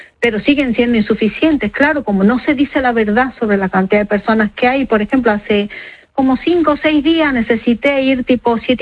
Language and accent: Spanish; Argentina; now in Ceuta, Spain; yo soy migrante, ¿vale? Yo soy argentina, llevo 20 años en España.